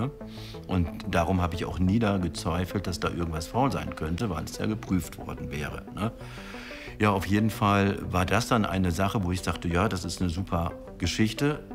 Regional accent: Lower Saxony, Germany; Bei uns im Emsland zählt noch ein Handschlag und man glaubt sich, man vertraut sich. Und so bin ich auch aufgewachsen.

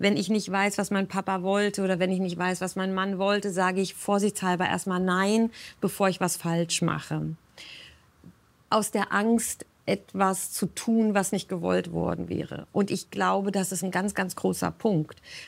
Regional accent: Bad Wildungen, Hesse, Germany; born there; Selbst innerhalb von Hessen, wenn am Edersee in Bad Wildungen, wo ich geboren bin, eine Spende ist

